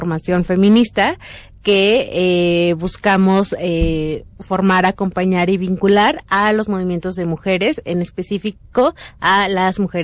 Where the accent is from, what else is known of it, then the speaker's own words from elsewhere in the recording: Hidalgo, Mexico; now in Mexico City, Mexico; Soy de Hidalgo, soy originaria de ¿dónde eres? Soy originaria de la comunidad del Mejay, en el Valle del Mezquital, y migré acá a la Ciudad de México desde hace más de 15 años, entonces también ya soy un poco también de acá de la Ciudad de México.